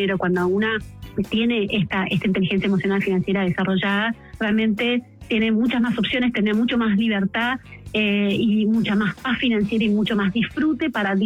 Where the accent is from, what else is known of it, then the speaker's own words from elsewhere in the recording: Argentina; moved away; also born or lived in England / Chile; yo soy argentina, viví 9 años en Inglaterra y tuvimos a nuestros primeros 2 hijos, después en Chile.